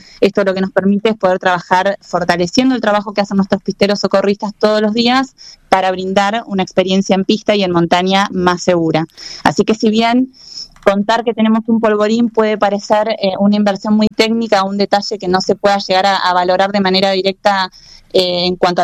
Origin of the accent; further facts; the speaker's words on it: Esquel, Chubut, Argentina; yo nací y crecí en Esquel